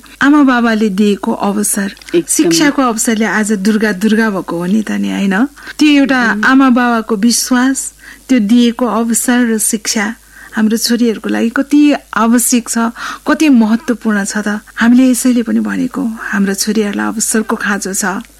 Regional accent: Butwal, Lumbini Province, Nepal; born there; जन्मथलो Rupandehi Butwal.

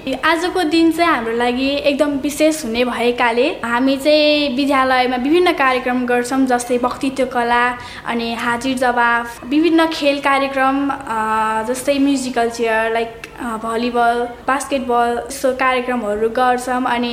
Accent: Sindhuli, Bagmati, Nepal; now in Lokanthali, Nepal; म कक्षा 8 छात्रा। मेरो विद्यालयको नाम चाहिँ श्री महेन्द्र आधारभूत विद्यालय सानो ठिमी जातिगाल। मेरो घर चाहिँ सिन्धुली हो र म यहाँ चाहिँ लोकन्थली भक्तपुरमा बस्छु।

